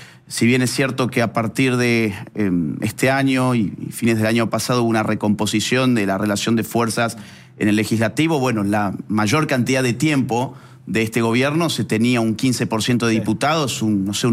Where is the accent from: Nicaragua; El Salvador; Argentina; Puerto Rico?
Argentina; Córdoba; en Córdoba, de donde yo soy